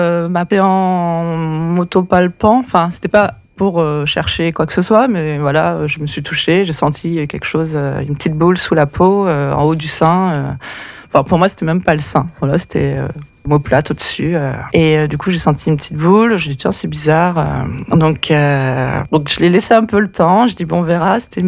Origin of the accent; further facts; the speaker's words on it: Tours, Centre-Val de Loire, France; also born or lived in Drôme; Et avant ça, je suis originaire de Tours, bon, château de la Loire.